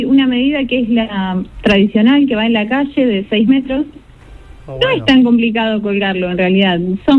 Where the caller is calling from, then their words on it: Pergamino, Buenos Aires Province, Argentina; Soy de Pergamino, pero siempre mando a Rosario.